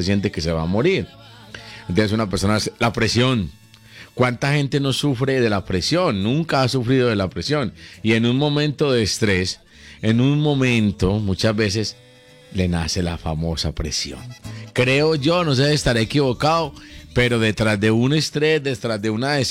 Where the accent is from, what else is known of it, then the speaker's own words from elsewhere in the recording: Gómez Plata, Antioquia, Colombia; moved away; Ese es mi terruño